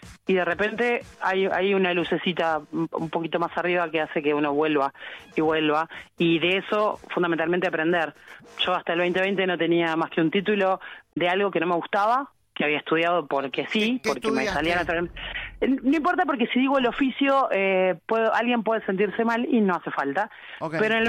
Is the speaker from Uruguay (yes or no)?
yes; Uruguay; Soy uruguaya, tengo unas ganas de irme a Israel